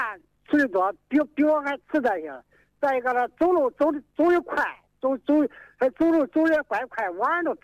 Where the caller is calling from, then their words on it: Xiangyang, Hubei, China; 襄州区张集镇，我们高庄村山村的人。